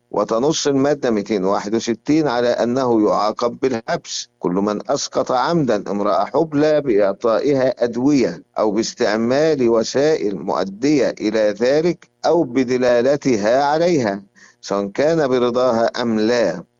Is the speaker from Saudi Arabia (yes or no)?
no; Egypt; عندنا في مصر